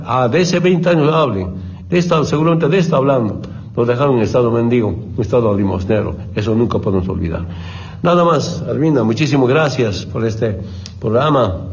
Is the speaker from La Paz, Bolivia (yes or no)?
no; Orinoco, Oruro, Bolivia; moved away; Yo cuando me vine de Orinoco acá, de Oruro al trópico, quería plantar plátano, naranja, coca, y quería estudiar, quería ser periodista.